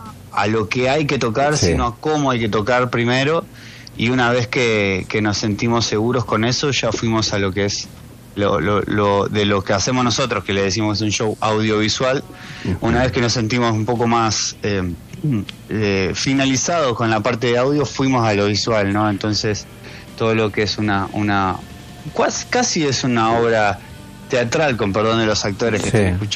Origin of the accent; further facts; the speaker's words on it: Buenos Aires, Argentina; yo sí soy porteño